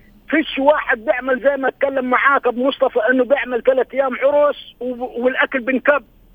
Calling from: Gaza City, Gaza Strip, Palestine; accent: Gaza; من الزيتون.

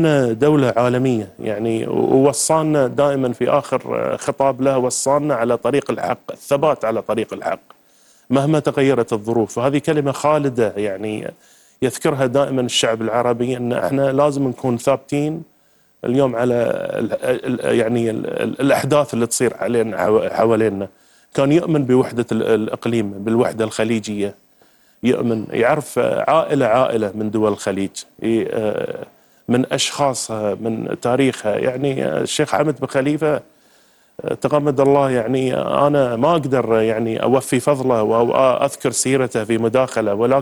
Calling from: Qatar; يعني هو اب للقطريين، اب لنا.

